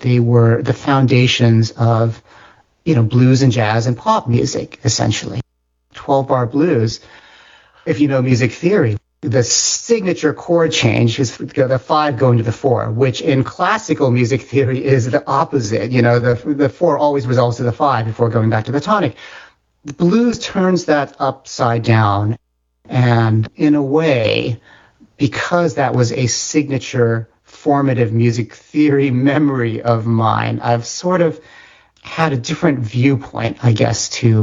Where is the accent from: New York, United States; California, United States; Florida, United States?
California, United States; Palo Alto; because I grew up in Palo Alto, California